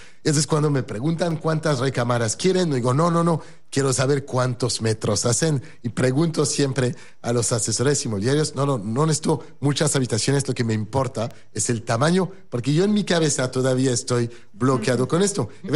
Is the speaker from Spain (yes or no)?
no; Paris, Île-de-France, France; Spanish is a second language; also born or lived in New York; now in Mexico; Déjame decirte un poco lo que me ha pasado a mí cuando llegué aquí a México. Yo vengo de París, obviamente, y viví en Estados Unidos, en Nueva York.